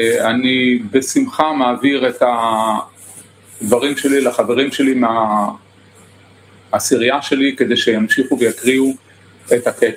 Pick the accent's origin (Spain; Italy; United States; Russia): Italy; Milan, Lombardy